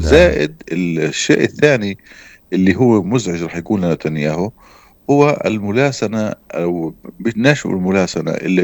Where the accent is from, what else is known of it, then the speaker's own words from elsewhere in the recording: Palestine; إحنا كفلسطينيين